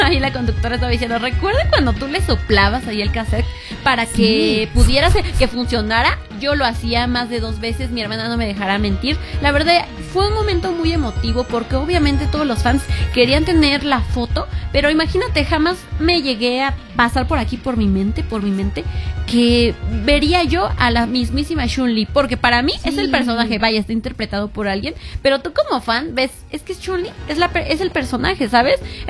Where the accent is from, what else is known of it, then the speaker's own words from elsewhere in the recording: Mexico; Ya saben cómo somos el público mexicano.